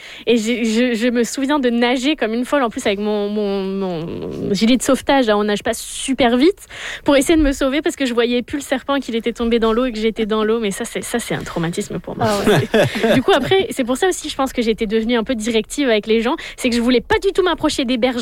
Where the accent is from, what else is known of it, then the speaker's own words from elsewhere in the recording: Southwest France, France; moved away; Moi c'est le sud-ouest de la France, donc c'est les châteaux, les grottes et les rivières.